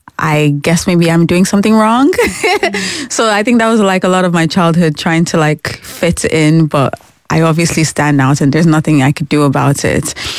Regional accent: Nigeria; But as a Nigerian, and also growing up in a Christian household, you just have to comply, agree.

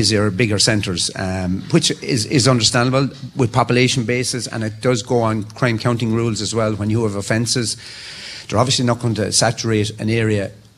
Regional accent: Ireland; being Irish, I'm Irish, we're all Irish

